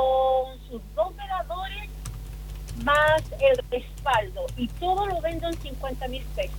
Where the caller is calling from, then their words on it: Ñuble, Chile; yo lo estoy llamando de doña Francisca.